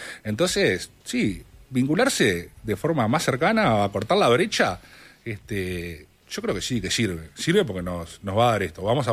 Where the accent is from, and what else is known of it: Uruguay